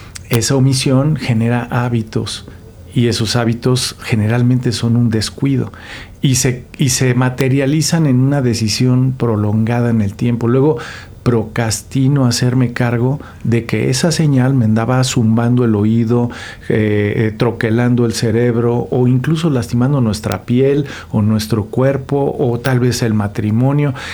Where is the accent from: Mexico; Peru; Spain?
Mexico; Como mexicanos y como mexicanas